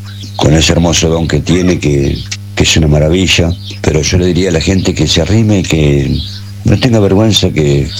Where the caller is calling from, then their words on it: General Belgrano, Buenos Aires Province, Argentina; somos de General Belgrano, provincia de Buenos Aires, a 160 kilómetros capital.